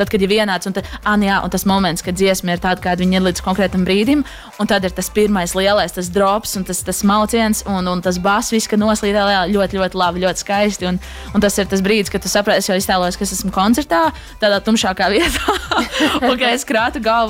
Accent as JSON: {"language": "Latvian", "town": "Liepāja", "region": "Courland", "country": "Latvia", "said": "kā nekā es esmu Liepājniece, līdz ar to man ir jāpiespiež sevi pie tā, kad jūra ir mana jūra"}